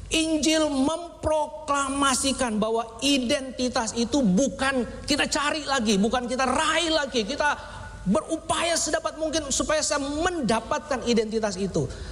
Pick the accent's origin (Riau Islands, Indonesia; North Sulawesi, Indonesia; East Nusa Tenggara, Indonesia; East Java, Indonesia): North Sulawesi, Indonesia; Manado; Saya ini orang kampung saudara. Jadi bayangan kalau orang kampung tinggalnya di kota. Nah, saya dari Manado yang Pak Edi bilang itu tempatnya itu enggak ada dalam peta waktu itu.